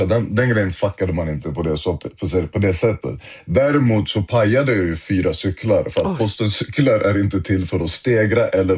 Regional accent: Stockholm, Stockholm County, Sweden; born or raised there

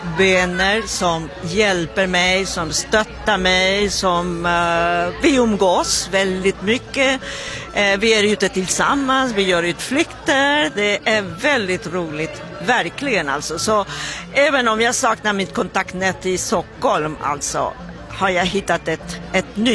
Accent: Peru; now in Malmö, Sweden; Så jag ska åka till Peru med en grupp och visa mitt hemland med mina egna ögon.

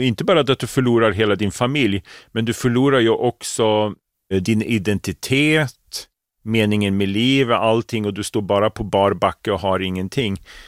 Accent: Malmköping, Södermanland, Sweden; Jag kommer från Malmköping.

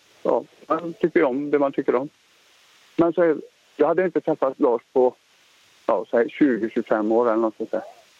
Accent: Trollhättan, Västra Götaland County, Sweden; born or raised there; also born or lived in Finland

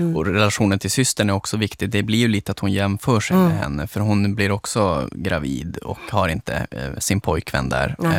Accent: Kiruna, Norrbotten County, Sweden; precis som det ju var i Malmfälten där jag är ifrån.

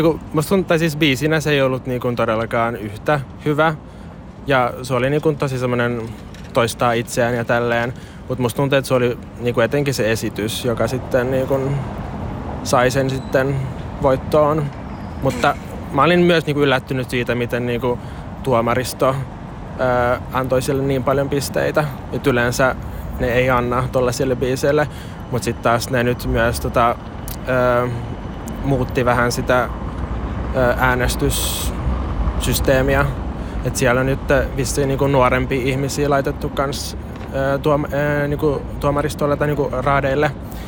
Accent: Helsinki, Uusimaa, Finland; 22-vuotias Helsingistä.

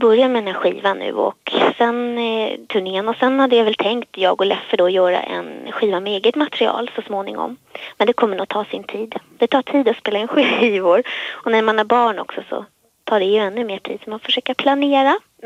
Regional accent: Stockholm, Stockholm County, Sweden; Ja, jag är från början från Medelpad och sen är jag uppvuxen och född i Stockholm då. Jag är 25 år

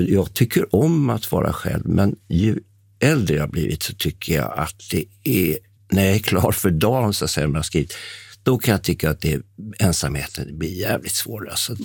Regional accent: Täby, Stockholm County, Sweden; born there; also born or lived in Upplands Väsby; vi flyttade vår familj från Upplands Väsby där jag trivdes till Täby när jag var 8 år.

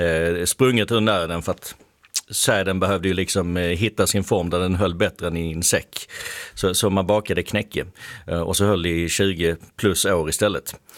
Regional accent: Skåne, Sweden; Jag kommer från Skåne

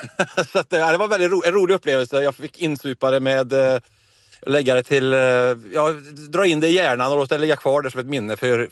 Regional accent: Trollhättan, Västra Götaland County, Sweden; accent: Trollhättan dialect; Ja, alltså det finns ju många representanter för Trollhättedialekten. Jag kanske inte är den grövsta, tycker jag själv. Jag tycker jag pratar rikssvenska, fast det gör jag tydligen inte.

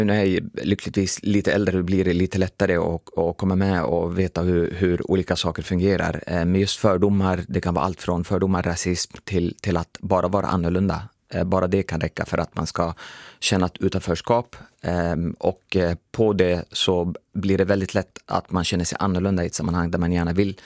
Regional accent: Sundsvall, Västernorrland County, Sweden; born there; moved away; also born or lived in Lebanon / Uppsala; Jag är nämligen uppvuxen i Sundsvall. Och där bodde vi fram till 98, tills vi flyttade till Uppsala då.

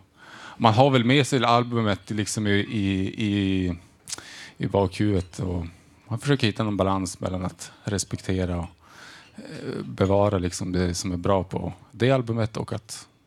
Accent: Vindeln, Västerbotten County, Sweden; jag kom ju från Vindeln

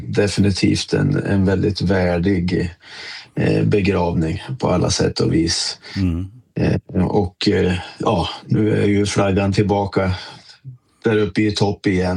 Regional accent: Sweden; moved away as an adult; now in Oslo, Norway; För det första därför att jag är svensk.

